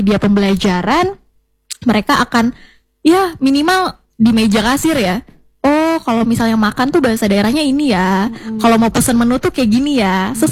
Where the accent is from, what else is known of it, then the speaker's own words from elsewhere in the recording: Central Kalimantan, Indonesia; Kita tuh orang Kalimantan Tengah tuh ternyata budayanya kaya banget loh.